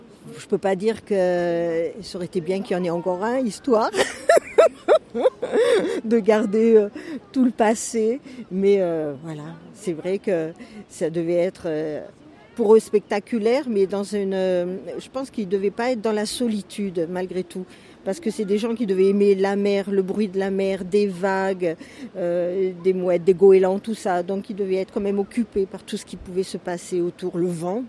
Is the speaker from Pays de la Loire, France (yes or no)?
yes; Le Mans, Pays de la Loire, France; Quand j'étais enfant, j'habitais au Mans et donc, avec mes parents, on venait visiter un petit peu.